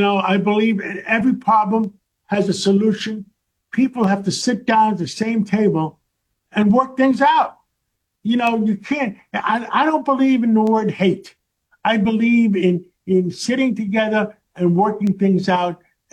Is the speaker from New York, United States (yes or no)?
yes; New York City, New York, United States; I grew up in Harlem on 135th Street, and between Broadway and Amsterdam Avenue, by City College, by Lewiston Stadium up there.